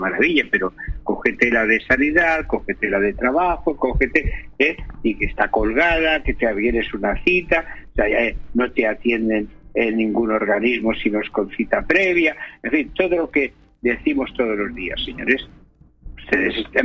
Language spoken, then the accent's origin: Spanish; Spain